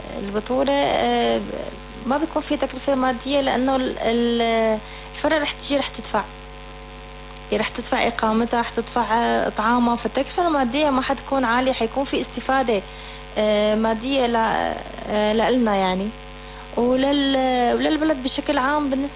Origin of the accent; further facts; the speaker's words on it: Syria; عندنا بسوريا